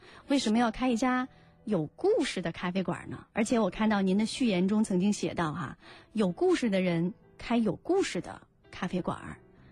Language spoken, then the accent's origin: Chinese; Northeast China, China; 这么说起来我们算老乡啊。我也是东北人。